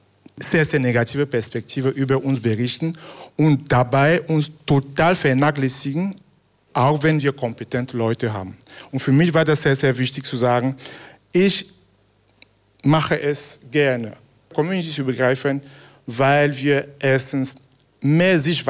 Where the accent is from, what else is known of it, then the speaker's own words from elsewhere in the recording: Cameroon; now in Austria; Ich komme aus Kamerun